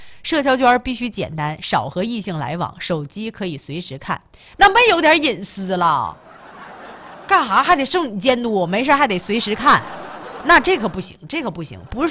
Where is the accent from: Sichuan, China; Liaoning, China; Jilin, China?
Liaoning, China; Tieling; moved away; 我老家铁岭的，